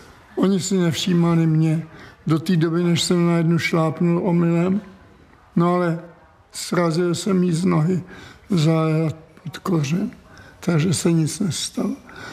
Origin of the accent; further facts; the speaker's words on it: Rožmitál pod Třemšínem, Central Bohemian Region, Czechia; also born or lived in Prague; Já jsem se narodil v Praze a táta těžce onemocněl, doktor řekl, musíte na domácí stravu. Tak jsme se přestěhovali k jeho rodičům tady na Drožmitál, na pokraj Brd, a tam jsem prožil svoje nejlepší mládí.